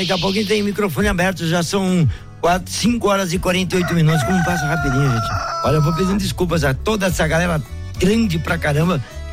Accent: Santa Catarina, Brazil; Nós aqui de Widmar Sul, da Santa Catarina.

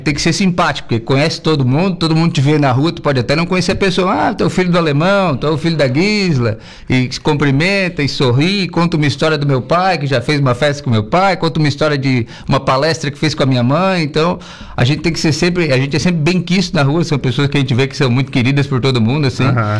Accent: Araranguá, Santa Catarina, Brazil; also born or lived in Turvo, Santa Catarina / Florianópolis; Me criei lá no Arroio. Nasci no Turvo, mas me criei lá no Arroio, né? Então vivia toda a minha juventude aqui em Araranguá, até os 17 anos, né?

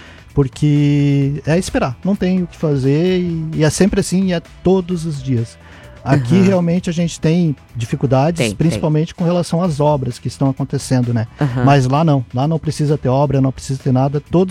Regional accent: Lages, Santa Catarina, Brazil; also born or lived in Palhoça; now in Joinville, Brazil; eu sou natural de Lages

